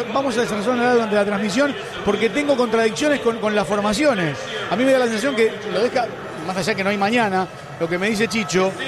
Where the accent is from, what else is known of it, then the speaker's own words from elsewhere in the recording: Argentina; Porque vos me preguntás a mí, yo como periodista argentino, si le pasa a Argentina, te digo que fracaso.